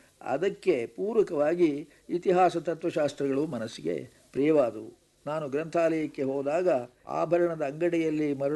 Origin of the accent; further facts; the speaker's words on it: Keralapura, Karnataka, India; ಹುಟ್ಟೂರು ಕೇರಳಾಪುರ, ಅಕ್ಕಲಗೂಡು ತಾಲೂಕು, ಹಾಸನ ಜಿಲ್ಲೆ.